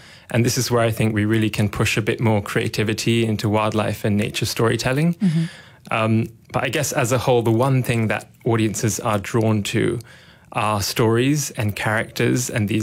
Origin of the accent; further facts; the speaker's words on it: Sabah, Malaysia; also born or lived in Bristol, United Kingdom; now in Kuala Lumpur, Malaysia; I'm officially from Sabah, but then a couple of years ago, I decided to move to KL.